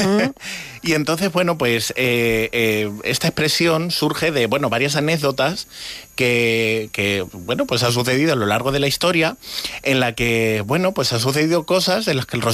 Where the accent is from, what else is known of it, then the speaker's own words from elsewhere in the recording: Miguelturra, Castilla-La Mancha, Spain; en mi pueblo, en Miguel Turra